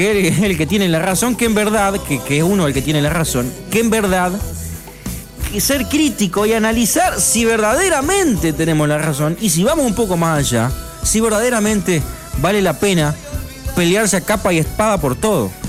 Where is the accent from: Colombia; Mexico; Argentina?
Argentina; Porque somos argentinos y porque es así.